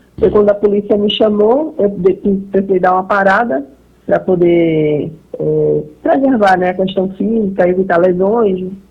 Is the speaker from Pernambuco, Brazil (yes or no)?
yes; Recife, Pernambuco, Brazil; Eu sou aqui de Recife.